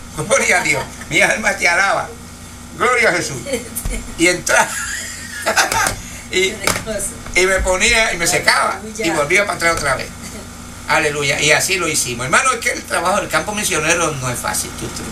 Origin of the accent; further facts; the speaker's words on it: Puerto Rico; ¿para qué yo vine de Puerto Rico?